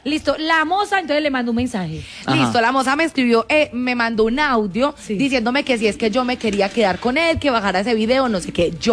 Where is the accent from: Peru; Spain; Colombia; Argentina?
Colombia; A ver, yo amo Colombia, yo soy colombiana.